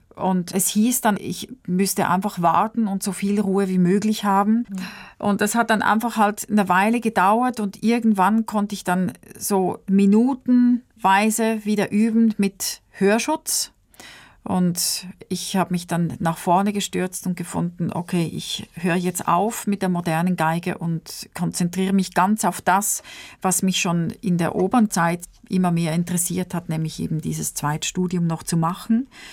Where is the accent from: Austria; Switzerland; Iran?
Switzerland; Bei uns in der Schweiz war das so, dass man an 4 Nachmittagen pro Woche Schule hatte und dann auch noch am Samstagmorgen.